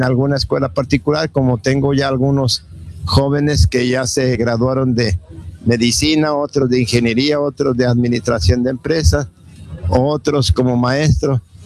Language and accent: Spanish; Guadalajara, Jalisco, Mexico; now in Cuernavaca, Mexico; yo soy originario de Guadalajara. Sin embargo, vengo de la diócesis de Cuernavaca, Morelos